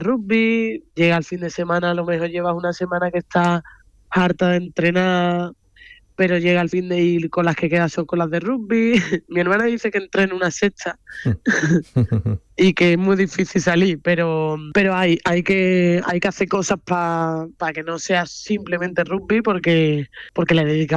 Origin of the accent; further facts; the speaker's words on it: Seville, Andalusia, Spain; … y yo, que somos sevillanas, las dos de Sevilla.